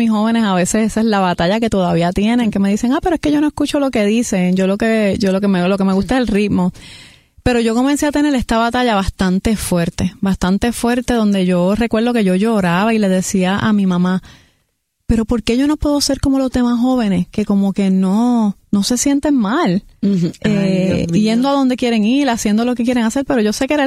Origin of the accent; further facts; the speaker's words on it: Puerto Rico; Siempre canté en la iglesia de jovencita. De hecho, de niña, aquí en Puerto Rico, con mis dos hermanas